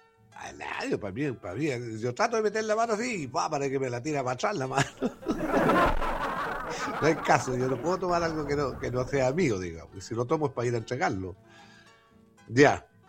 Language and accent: Spanish; Chile; Voy a brindar por mi Chile, voy a brindar por mi tierra.